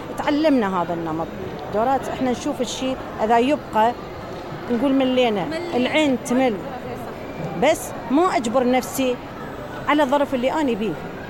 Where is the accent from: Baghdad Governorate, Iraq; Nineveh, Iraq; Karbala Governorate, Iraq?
Baghdad Governorate, Iraq; Baghdad; خاصة أنا من بغداد